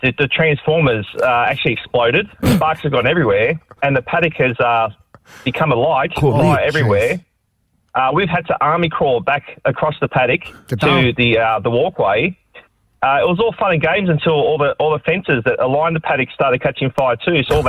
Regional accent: Campbelltown, New South Wales, Australia; growing up in Campbelltown in the 80s

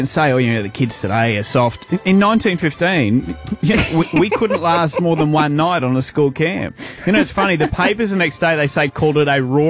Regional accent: Queensland, Australia; I grew up in the Torres Strait, very different part of the world. You know nothing about me. We didn't get school camps up there. When I moved to the mainland, they sent us to Chiligo.

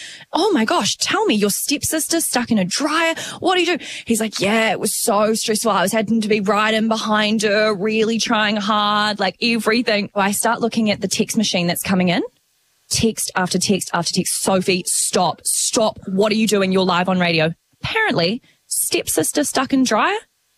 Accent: Auckland, New Zealand; moved away; I am from the beautiful North Island. I'm from Auckland. So people say it's kind of like a small version of Sydney.

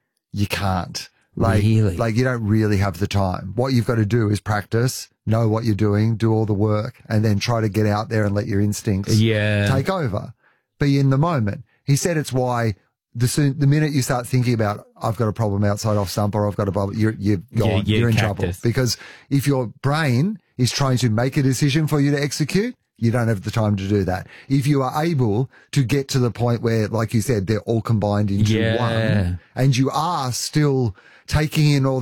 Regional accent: Australia; as an Australian doing comedy in New Zealand

